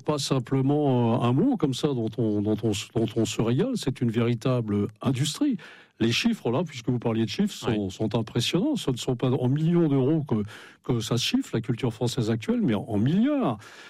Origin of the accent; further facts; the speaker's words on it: Brittany, France; c'est pas parce que je suis breton que je ne fais pas partie. Nous avons été vassalisés par l'histoire de France, mais breton malgré nous.